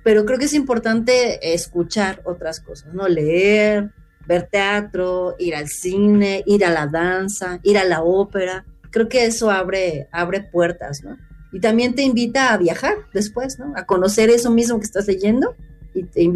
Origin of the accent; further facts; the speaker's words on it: Mexico; nosotros mismos como mexicanos conozcamos un poquito más de nuestra cultura